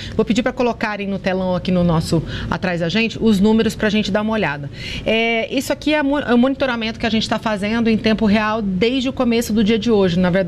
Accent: Brazil; eu sou brasileira

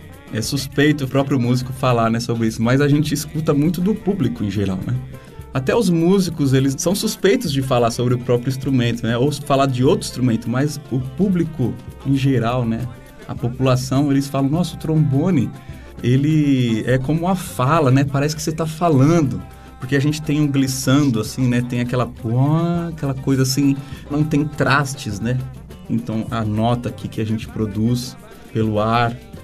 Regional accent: Murutinga do Sul, São Paulo, Brazil; now in Brasília, Brazil; Eu sou natural de São Paulo, uma cidade que se chama Murutinga do Sul. uma cidadezinha que é de 600

